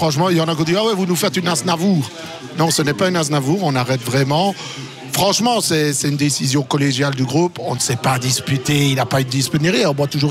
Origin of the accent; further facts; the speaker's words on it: Liège, Wallonia, Belgium; on vient de Liège.